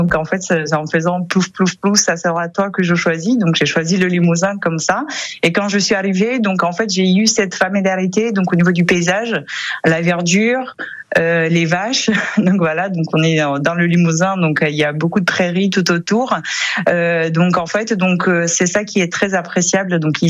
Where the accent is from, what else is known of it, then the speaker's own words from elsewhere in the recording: Moldova; Donc, moi, je l'ai retrouvé donc, comme dans mon pays d'origine, la Moldavie.